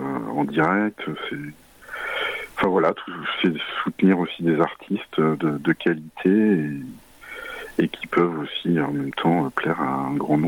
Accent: Occitanie, France; justement, chez nous en Lozère et sur le Mont Lozère.

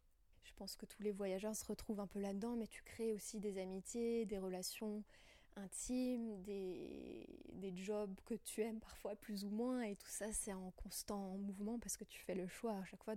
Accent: France; born or raised there; moved away as an adult; also born or lived in Germany

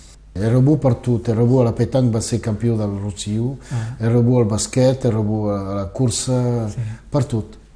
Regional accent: Alenyà, Occitania, France; Sí, a Alanyà, aquesta casa.

